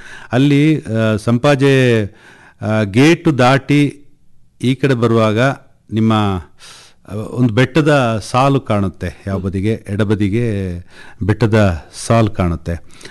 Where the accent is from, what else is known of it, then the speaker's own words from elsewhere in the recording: Kodagu, Karnataka, India; ನಮ್ಮ ಊರಲ್ಲಿ, ನಮ್ಮ ಕೊಡಗಿನಲ್ಲಿ